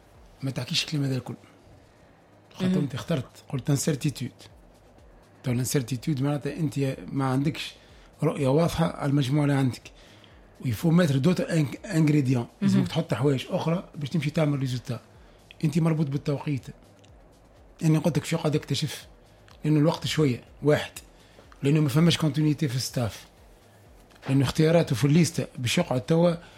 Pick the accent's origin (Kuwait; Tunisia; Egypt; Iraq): Tunisia; تو كتونسي